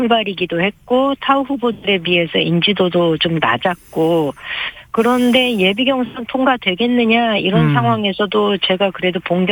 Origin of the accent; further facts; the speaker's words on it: Seoul, South Korea; moved away as an adult; now in Uiseong, South Korea; 고향은 서울인데요.